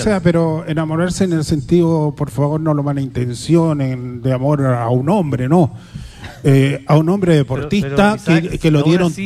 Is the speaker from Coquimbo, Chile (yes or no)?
yes; La Serena, Coquimbo, Chile; now in Iquique, Chile; allá en mi tierra, en el Estadio La Portada, antiguo Estadio La Portada